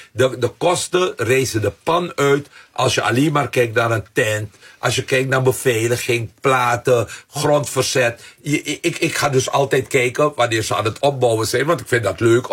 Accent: Amsterdam, North Holland, Netherlands; Ik ben Amsterdammer, ik ben ontzettend blij met Femke Halsma als burgemeester.

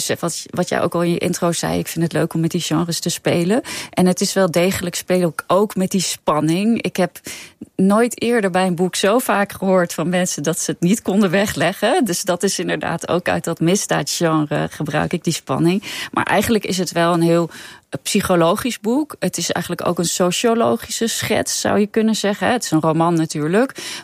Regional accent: Sweden; now in Netherlands; Ik ben in Zweden opgegroeid. Maar op een gegeven moment nam mijn moeder mij mee naar Nederland. En toen kwamen we op een gegeven moment ook in Scheveningen te wonen.

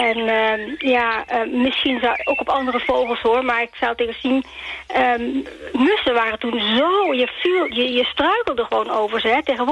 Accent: Zutphen, Gelderland, Netherlands; also born or lived in Limburg; Ik ben in Limburg geboren, ik sprak plat. Toen ging ik naar Zutphen

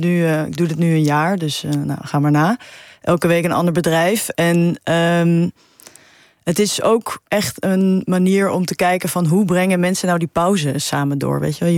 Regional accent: Netherlands

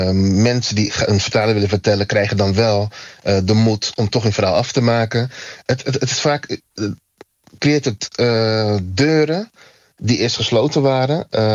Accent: Netherlands; En we komen uit Nederland, Europa.

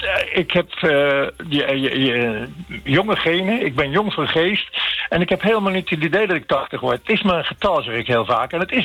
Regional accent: Maastricht, Limburg, Netherlands; moved away; ga ik in Maastricht het vieren, in mijn geboorteplaats.

